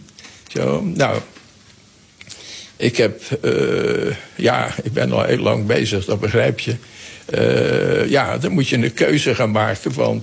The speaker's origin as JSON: {"language": "Dutch", "town": "Rotterdam", "region": "South Holland", "country": "Netherlands", "said": "Ik ben Rotterdammer."}